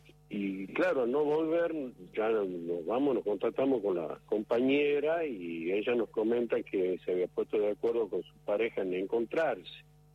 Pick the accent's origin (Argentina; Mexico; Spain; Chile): Argentina; Tucumán; la vergüenza que nos tiene que dar como tucumano